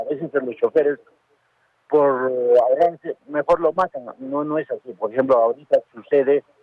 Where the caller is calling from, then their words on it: Santo Tomás, Cusco, Peru; Yo soy pueblo de Santo Tomás.